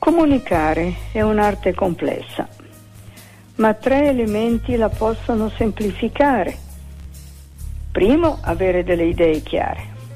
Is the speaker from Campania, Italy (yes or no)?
no; Trentino-Alto Adige, Italy; moved away; al mio paese dicono che se si rischiara di notte è come un asino che va di trotto. Se volete ve lo dico pure in Trentino